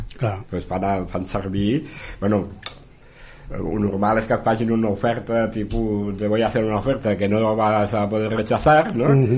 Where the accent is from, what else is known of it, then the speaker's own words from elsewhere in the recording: Sant Quintí de Mediona, Catalonia, Spain; Miri, que soc de Sant Quirze de Mediona i em penjaran.